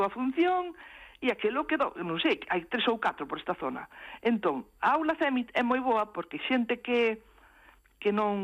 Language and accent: Galician; Galicia, Spain; porque hai moitos galegos e galegas que queremos telo, certificado.